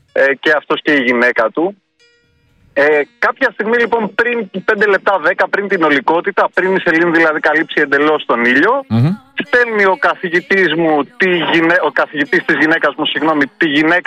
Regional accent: Nisyros, South Aegean, Greece; Αλλά εγώ είμαι από Νίχηρο, Δωδεκάνησα, στο γράψα και στο μήνυμα.

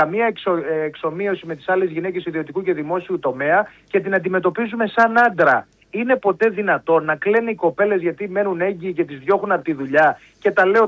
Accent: Greece; εμείς δεχόμαστε ως Έλληνες, ως πατριώτες

